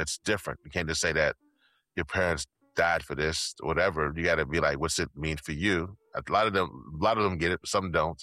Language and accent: English; Louisiana, United States; my home state, Louisiana